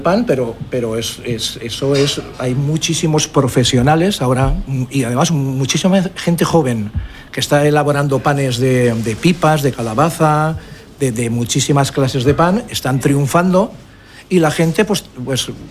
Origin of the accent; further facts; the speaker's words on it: Burriana, Valencian Community, Spain; Yo soy de Burriana.